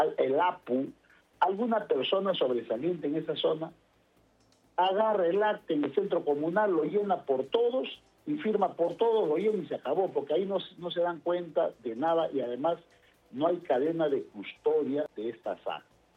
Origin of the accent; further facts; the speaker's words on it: Peru; todos somos peruanos y tenemos el mismo derecho